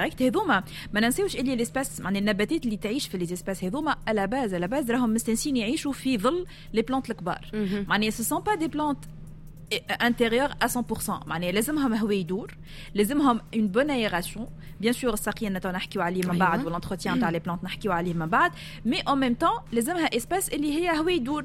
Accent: Tunisia; عندنا في تونس

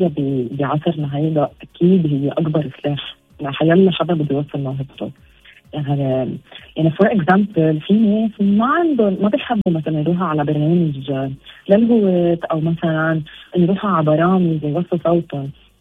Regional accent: Lebanon; بس انا لبنانيه يعني،

